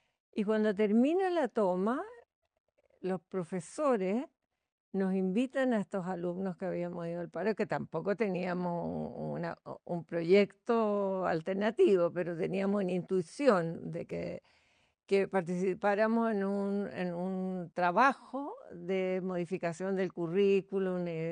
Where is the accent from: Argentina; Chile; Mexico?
Chile; Valparaíso; born there; moved away as an adult; now in Santiago, Chile; yo vengo de la Quinta Región. Yo nazco ahí de una familia. Habíamos 7 hermanos y yo me había casado, me había venido a vivir a Santiago el año 71.